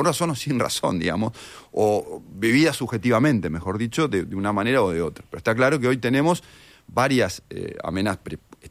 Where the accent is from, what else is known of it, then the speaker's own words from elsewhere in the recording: Uruguay; como sociedad uruguaya hemos tenido